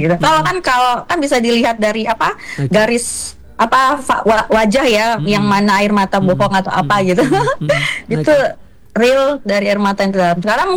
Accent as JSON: {"language": "Indonesian", "town": "Medan", "region": "North Sumatra", "country": "Indonesia", "tie": "born there", "said": "Saya lahir di Medan, ibu saya asli Aceh, keluarga besar saya semuanya di Aceh."}